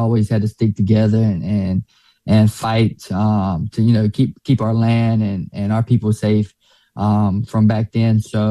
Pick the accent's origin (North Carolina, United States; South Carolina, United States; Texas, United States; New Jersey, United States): North Carolina, United States; Pembroke; I grew up in Pembroke, North Carolina. It's pretty rough. It's still rough.